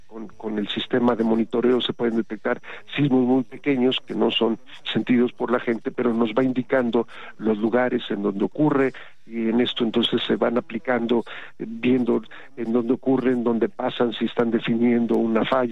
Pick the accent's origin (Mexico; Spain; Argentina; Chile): Mexico